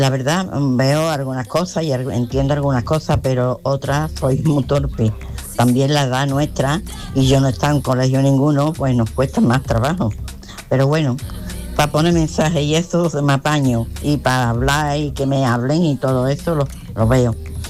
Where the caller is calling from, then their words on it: Alcalá, Spain; de Alcalá